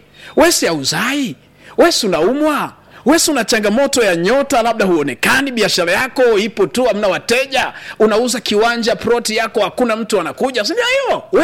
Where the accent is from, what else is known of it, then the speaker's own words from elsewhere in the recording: Tanzania; Mimi ni Mtanzania. Niko Tanzania. Ni ndugu yenu kabisa. Nimekaa hapa Iringa miaka zaidi ya 9.